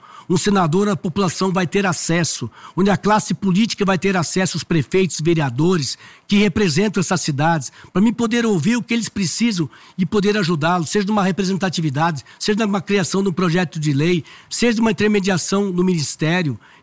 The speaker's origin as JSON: {"language": "Portuguese", "town": "Guararema", "region": "São Paulo", "country": "Brazil", "tie": "born or raised there", "said": "Desde quando eu fui vereador lá na cidade de Guararema, minha terra natal, aos 22 anos de idade."}